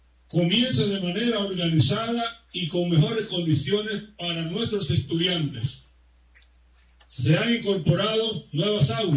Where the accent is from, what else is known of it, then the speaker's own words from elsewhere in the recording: La Vega, Dominican Republic; Vengo también como un hijo de La Vega, a mi tierra, al lugar donde nacieron muchos de mis sueños y donde aprendí valores que me han acompañado durante toda mi vida.